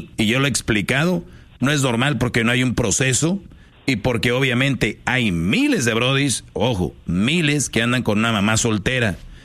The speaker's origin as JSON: {"language": "Spanish", "region": "Nuevo León", "country": "Mexico", "said": "Señores, es viernes y como buen regio me siento en Monterrey"}